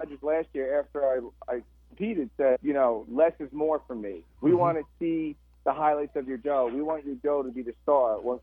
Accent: New York, United States; moved away as an adult; now in Alabama, United States; I grew up in New York.

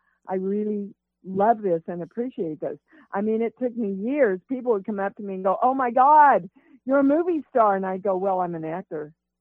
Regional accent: Kansas, United States; I come from Kansas, and I was taught you never say how good you are.

